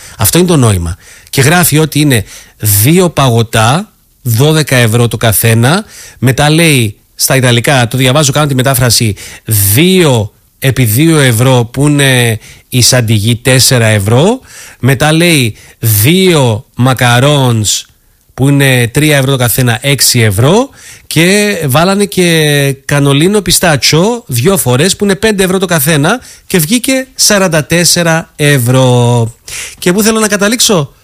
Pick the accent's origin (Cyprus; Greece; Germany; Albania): Cyprus; accent: Cypriot English; μου βγαίνουν αυθόρμητα και πολλές φορές είναι λίγο κυπριακά αγγλικά